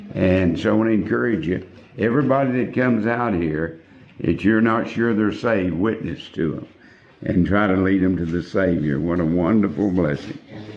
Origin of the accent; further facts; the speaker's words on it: Texas, United States; It was a little Southern Baptist church in my hometown, about 50 miles outside of Amarillo.